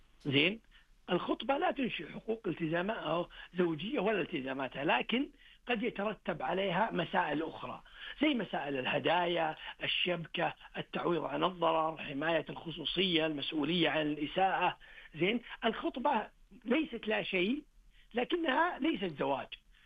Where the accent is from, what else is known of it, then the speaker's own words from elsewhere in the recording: Saudi Arabia; كمسلمين، كعرب، كسعوديين.